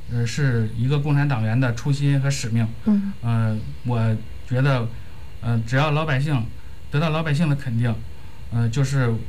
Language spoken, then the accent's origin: Chinese; Chengde, Hebei, China; 我是土生土长的本地人，亲眼见证过过去村子的贫穷落后